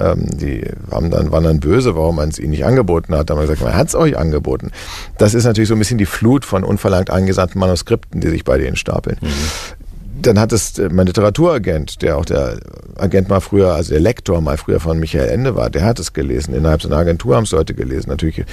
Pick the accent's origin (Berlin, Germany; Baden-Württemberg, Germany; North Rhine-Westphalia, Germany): Berlin, Germany; born there; ich bin in Berlin geboren